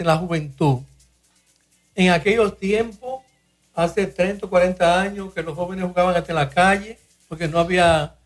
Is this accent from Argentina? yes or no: no; Moca, Espaillat, Dominican Republic; born there; donde nací